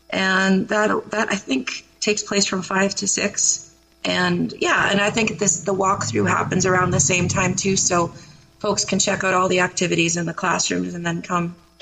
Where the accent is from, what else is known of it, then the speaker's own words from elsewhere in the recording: Saskatoon, Saskatchewan, Canada; also born or lived in Ottawa / Toronto; now in Niagara, Canada; being Canadian, and it's like my hometown is Saskatoon, but I lived in Ottawa briefly, so it feels like another hometown. And Toronto, I lived there, well, it's getting actually the longest, 14 years, and now I've been in Niagara for 13 years